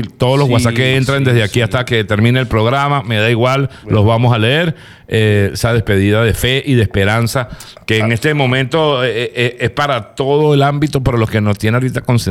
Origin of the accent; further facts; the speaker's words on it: Naiguatá, La Guaira, Venezuela; Como lo dije en el video, yo nací en La Guaira.